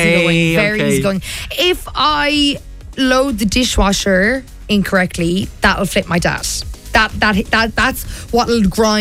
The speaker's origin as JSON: {"language": "English", "town": "Limerick", "region": "Munster", "country": "Ireland", "moved": "yes", "lives_now": "Dublin, Ireland", "said": "I live up in Dublin, I'm from Limerick"}